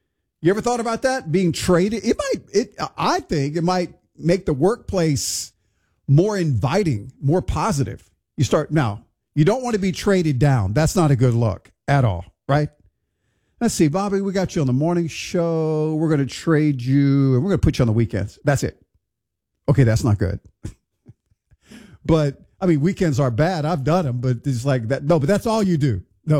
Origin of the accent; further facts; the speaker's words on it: Houston, Texas, United States; now in South and Central Louisiana, United States; my hometown, Houston, Texas